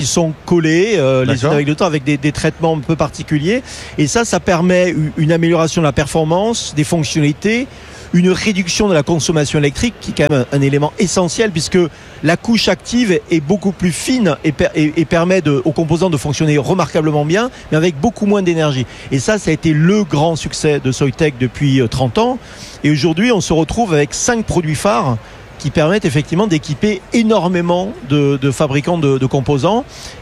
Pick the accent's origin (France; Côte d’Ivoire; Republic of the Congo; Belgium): France; Non, honnêtement, c'est pas parce que je suis français que je le dis